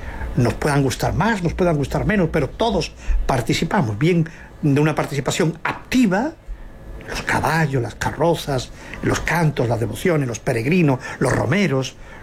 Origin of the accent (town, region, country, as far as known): Palma del Río, Andalusia, Spain